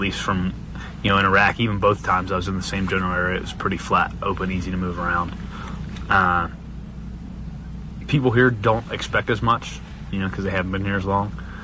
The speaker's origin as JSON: {"language": "English", "town": "Annapolis", "region": "Maryland", "country": "United States", "tie": "born or raised there", "said": "I grew up near the Naval Academy in Annapolis, so I went there on a field trip when I was younger"}